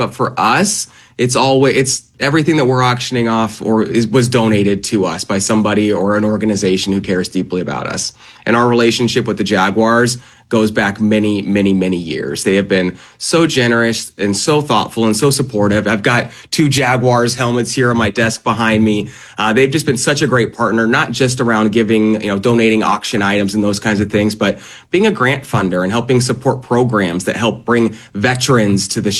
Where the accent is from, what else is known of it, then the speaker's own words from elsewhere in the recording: Denver, Colorado, United States; also born or lived in Salt Lake City; now in Jacksonville, United States; I grew up in Denver, lived in Salt Lake for a long time